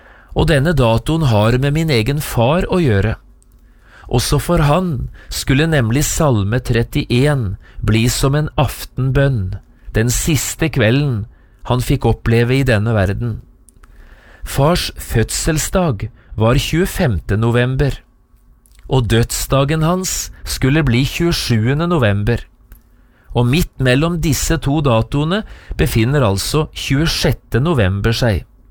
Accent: Notodden, Telemark, Norway; Gransherad kirke, som ligger cirka 3 mil fra Notodden, hjembyen min.

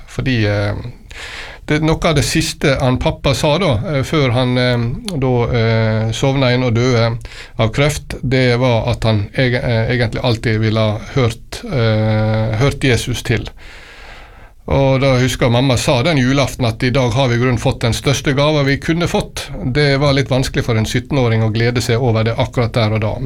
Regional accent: Langevåg, Møre og Romsdal, Norway; now in Emblem, Norway; Ja, født og oppvokst i Langevåg. Det er noe lenge siden jeg bodde der. Nå bor jeg da, som du sa, på Emblem.

